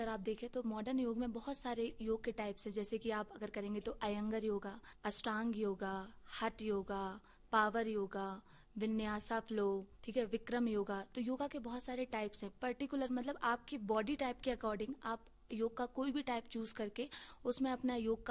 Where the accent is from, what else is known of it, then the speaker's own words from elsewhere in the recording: Agra, Uttar Pradesh, India; now in Kargil, India; मैं आगरा उत्तर प्रदेश से आती हूँ